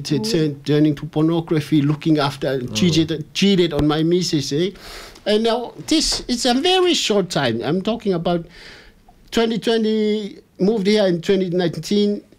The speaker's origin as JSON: {"language": "English", "country": "Tonga", "said": "Because before I came from Tonga, I can see beautiful girls, beautiful"}